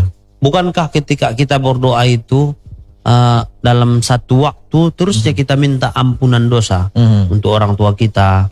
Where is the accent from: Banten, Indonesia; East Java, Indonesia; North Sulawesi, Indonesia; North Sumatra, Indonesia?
North Sumatra, Indonesia; Sibolga; born there; Nah kemudian karena memang kita terlahirnya di Sibolga, kita